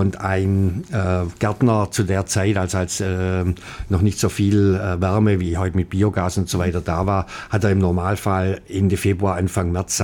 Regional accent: Welzheim, Baden-Württemberg, Germany; Wir kommen aus dem schwäbischen Mittelstand, Maschinenbau, deshalb bin ich Diplom-Ingenieur in meinem Heimatort Welzheim.

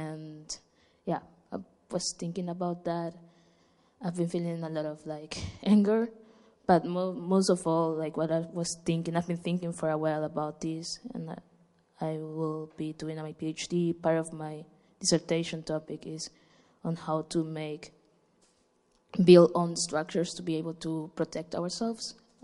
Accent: Ecuador; Thank you. … I'm from Ecuador.

